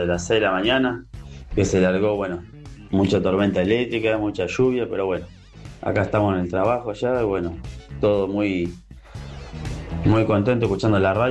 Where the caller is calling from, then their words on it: Marcos Paz, Buenos Aires Province, Argentina; de Marcos Paz.